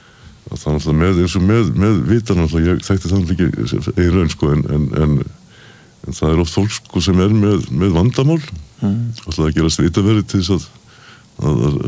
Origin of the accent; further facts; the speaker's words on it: Svalvogar, Westfjords, Iceland; þegar ég er aðlast upp á Svalvávita tíma sem ég var þar og þá var okkur kent heima okkur bræðrum